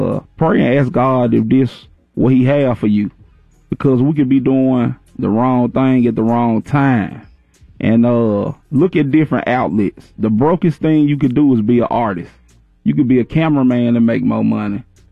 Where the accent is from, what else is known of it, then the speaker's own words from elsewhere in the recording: Memphis, Tennessee, United States; I'm from Memphis, Tennessee. Came a long way from North Memphis, man. It's a beautiful city, though.